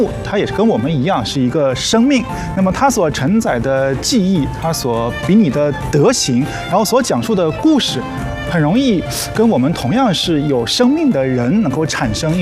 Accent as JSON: {"language": "Chinese", "country": "China", "said": "我们中国人"}